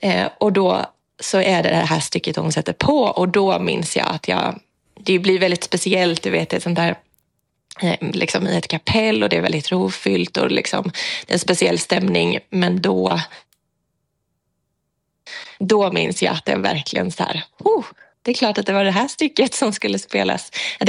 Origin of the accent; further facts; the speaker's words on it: Jönköping, Jönköping County, Sweden; jag är uppväxt i Jönköping